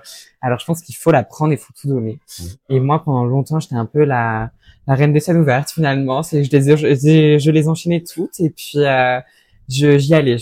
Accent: Normandy, France; moved away as an adult; now in Paris, France

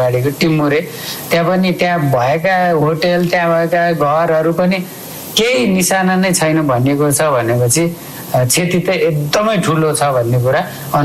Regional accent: Sindhuli district, Bagmati, Nepal; मेरो गृह जिल्ला सिन्धुलीबाटै

